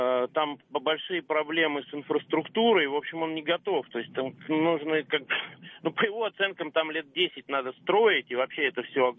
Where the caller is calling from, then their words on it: Moscow, Russia; из Москвы